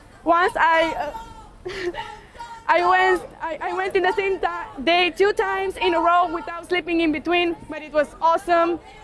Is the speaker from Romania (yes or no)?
yes; Romania; I'm 17 years old. I come from Romania.